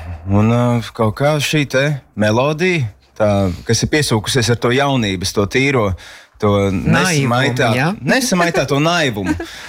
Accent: Tukums, Tukums Municipality, Latvia; Nu, es esmu audzis tukumā. Esmu izmācījies fantastiskais tukuma skoliņās

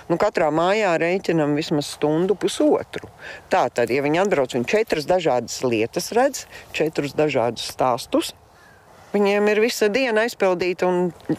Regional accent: Riga, Latvia; now in Krape, Latvia; ievācāmies laukos 10 gadus atpakaļ, mēs esam rīdzinieki.

